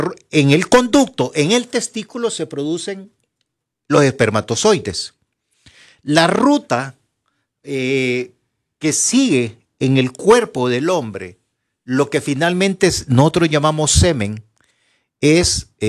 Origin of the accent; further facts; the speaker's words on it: Honduras; La situación está difícil, la tormenta que pasamos nosotros como hondureños.